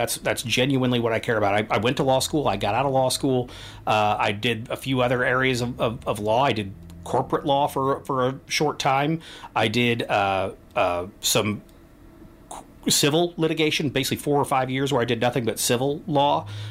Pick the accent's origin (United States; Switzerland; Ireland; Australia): United States; Columbia; But I grew up here in Columbia.